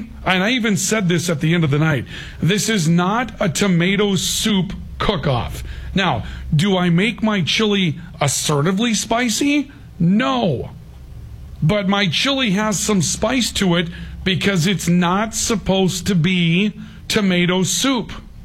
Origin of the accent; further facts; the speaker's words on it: Valley City, North Dakota, United States; I participate in this chili cook-off every March in my hometown of Valley City at the North Dakota Winter Show.